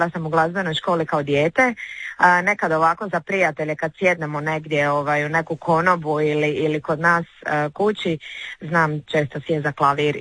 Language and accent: Croatian; Split, Split-Dalmatia County, Croatia; Pa, ja sam iz Splita